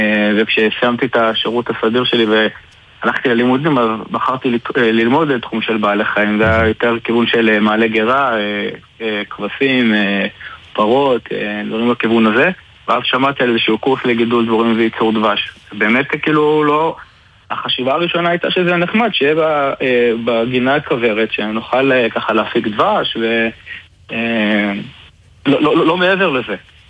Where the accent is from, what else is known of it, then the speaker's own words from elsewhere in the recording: Beit Horon, West Bank, Palestine; אני גר בבית חורון. נולדתי פה, גדלתי פה, אני עדיין נמצא בבית חורון, מי שלא מכיר במועצה אזורית מטה בנימין.